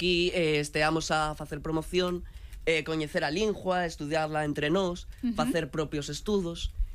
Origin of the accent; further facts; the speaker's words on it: Madrid, Community of Madrid, Spain; Galician is a second language; De Madrid, Madrid son de Vallecas